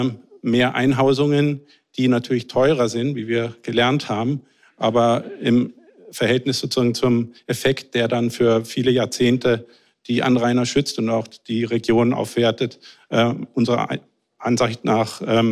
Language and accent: German; Kerschbaum, Upper Austria, Austria; ich komme aus Kerschbaum